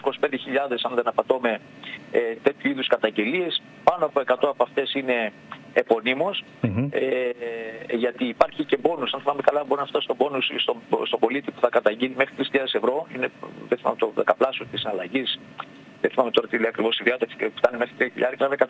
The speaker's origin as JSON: {"language": "Greek", "region": "North Aegean", "country": "Greece", "said": "και εγώ νησιώτης είμαι, εγώ κατάγομαι από τις Πέτσες."}